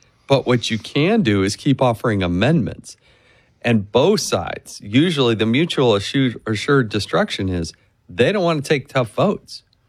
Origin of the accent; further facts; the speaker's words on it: Utah, United States; the senator from my home state of Utah